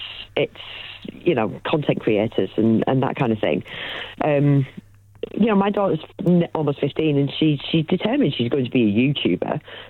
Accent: the north of England, United Kingdom; I'm white, I'm Northern.

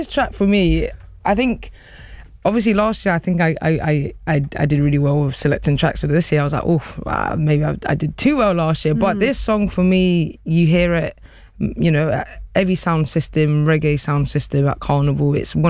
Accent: London, United Kingdom; I grew up in the Ladbroke Grove area. Spent all my life there.

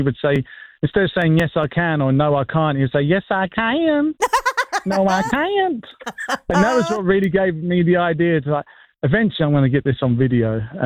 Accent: Maidstone, South East England, United Kingdom; now in Alabama, United States; I'm from Maystone.

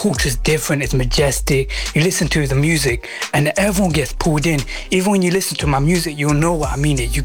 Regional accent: Kashmir, Pakistan; So I'm Pakistani, but I'm basically Kashmiri.

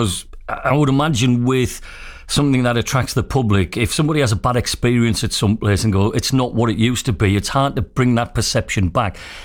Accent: North East England, United Kingdom; I'm from County Durham, and it was always our local park

